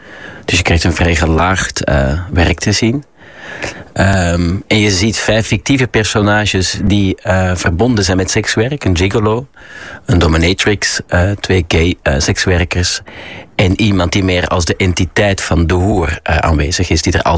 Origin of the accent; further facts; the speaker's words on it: Belgium; moved away as an adult; Nee, ik was 19. Ik kwam van een boerengehucht uit België. Ik kwam in Amsterdam terecht. Ik ging hier studeren, Nederland. Toneelschool.